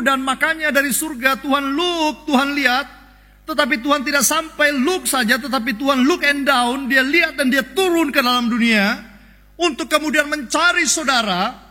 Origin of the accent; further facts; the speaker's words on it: Makassar, South Sulawesi, Indonesia; moved away as an adult; also born or lived in Manado; now in Magelang, Indonesia; Saya aslinya Makassar, Bapak Ibu Saudara, ujung pandang. Dan saya melayani di Manado 7 tahun, lalu kemudian ke Magelang sudah 20 tahun